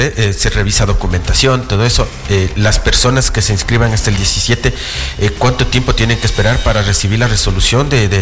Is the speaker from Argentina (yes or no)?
no; Ecuador